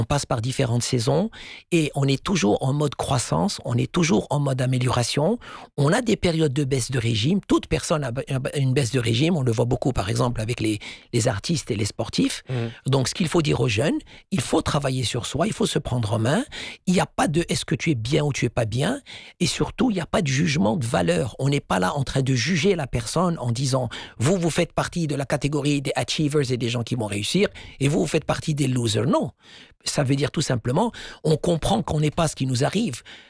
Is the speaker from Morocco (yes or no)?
yes; Morocco; Un exemple chez nous au Maroc